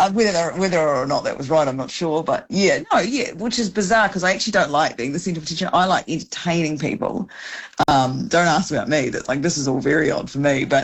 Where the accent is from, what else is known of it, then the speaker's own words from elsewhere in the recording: New Zealand; I'm not the only Kiwi.